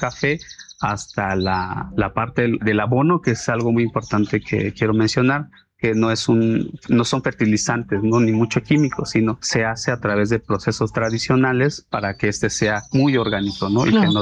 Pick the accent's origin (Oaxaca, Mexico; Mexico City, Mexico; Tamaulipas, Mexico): Oaxaca, Mexico; Tanetze de Zaragoza